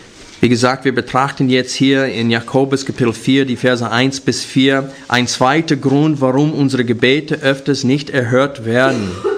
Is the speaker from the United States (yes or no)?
yes; Arkansas, United States; moved away as an adult; also born or lived in Chicago; Ich bin in Arkansas aufgewachsen, auf dem Land.